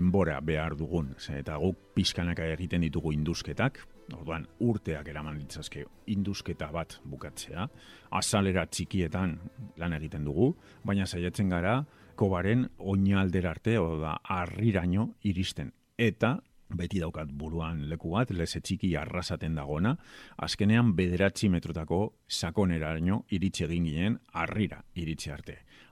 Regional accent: Portugalete, Basque Country, Spain; born there; also born or lived in Vitoria-Gasteiz / Germany; 45 urte ditut, Portugaleten, Bizkaian jaio nintzen, eta, orain dela urte asko ez naiz berton bizitzen, Gasteizen bizitzen nintzen, gero Alemanian

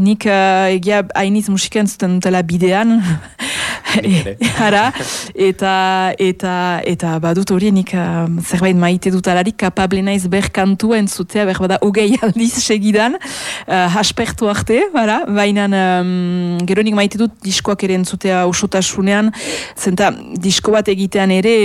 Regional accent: Baigorri, Nouvelle-Aquitaine, France; Etxea, ni Baigorri Garazikoa naiz, anauztaga, bien artean, baina ne euskaldea da hemen.

